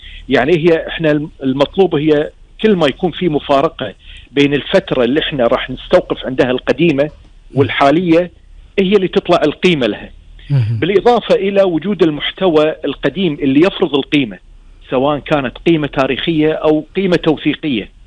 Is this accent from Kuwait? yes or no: yes; Kuwait; احنا كان عندنا في الكويت